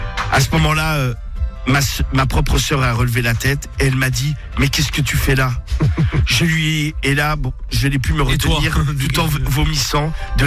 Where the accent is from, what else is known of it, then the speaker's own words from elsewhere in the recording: Troyes, Grand Est, France; j'ai 33 ans et je suis de Troyes.